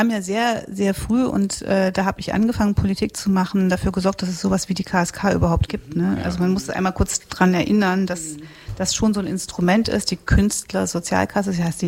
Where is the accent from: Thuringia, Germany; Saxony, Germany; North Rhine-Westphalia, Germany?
Thuringia, Germany; Also ich habe ganz lange für den Erhalt der Theater in den 90ern gekämpft in meinem Heimatland Thüringen